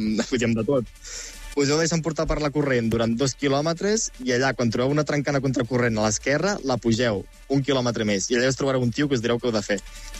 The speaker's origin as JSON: {"language": "Catalan", "town": "Pira", "region": "Catalonia", "country": "Spain", "said": "a la piscina de Pira, del meu poble"}